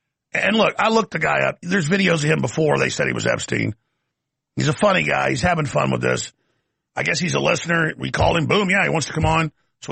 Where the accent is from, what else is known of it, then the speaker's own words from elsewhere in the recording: Sweden; yeah, well, I'm not from Norway, but I'm from Sweden.